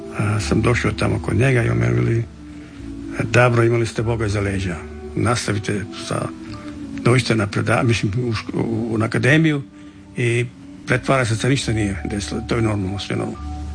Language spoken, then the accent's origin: Croatian; Čavoglave, Šibenik-Knin County, Croatia; E, kad sam došao iz Čavoglava, kao pravi vlaj, onaj, mali seljak, bio sam ko spužva.